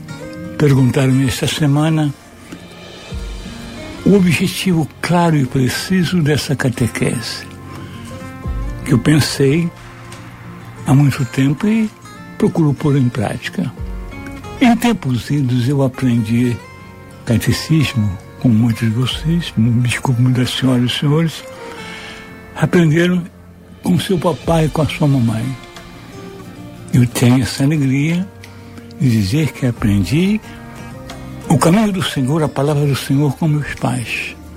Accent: Rio de Janeiro, Brazil; Eu fui criado em Cordovil, na rua Rego Monteiro

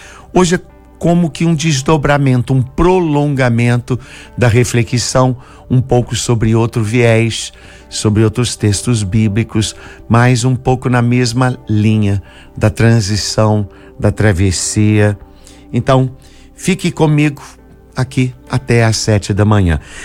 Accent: Juiz de Fora, Minas Gerais, Brazil; now in Rio de Janeiro, Brazil; em Juiz de Fora, minha terra natal. Então dou graças, porque daqui a pouquinho, né, daqui a 2 horas e meia, eu estarei então completando 36 anos

